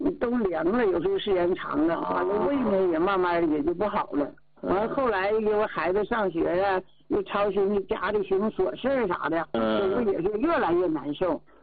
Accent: Shenyang, Liaoning, China; 也就给我着急坏了，我怕我们沈阳的地方没有了。我是沈阳的。

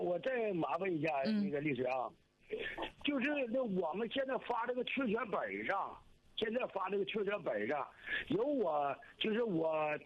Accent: Suzhou, Jiangsu, China; 我是苏州的，我是月子村村民

